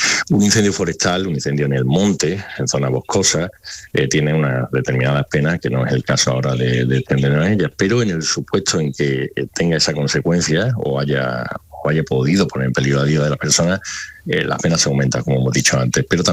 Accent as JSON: {"language": "Spanish", "town": "Cazalla de la Sierra", "region": "Andalusia", "country": "Spain", "said": "Sí, soy un sevillano de Cazalla de la Sierra"}